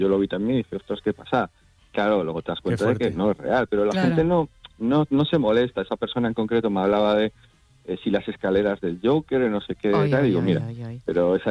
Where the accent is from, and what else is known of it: Galicia, Spain